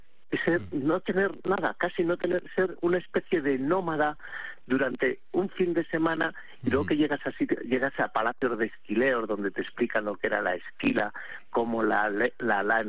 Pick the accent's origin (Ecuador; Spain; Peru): Spain; Castile and León; also born or lived in Madrid; Pero hombre, ¿cómo no lo voy a conocer si es mi tierra? Si es que yo me crié tirando cantos a los del pueblo de arriba, a los de la Navasequilla y los de la Lastra me tiraban cantos a mí